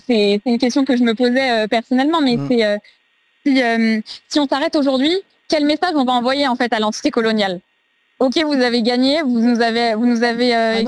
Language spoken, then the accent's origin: French; France; en tant qu'Européen et en tant que Français, d'autant plus, c'est notre héritage aussi